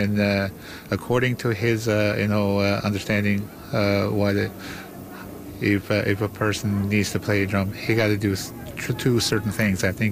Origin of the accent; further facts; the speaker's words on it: Davis Inlet, Newfoundland and Labrador, Canada; now in Natuashish, Canada; I'm from the Toshish, originally from Davis Inlet.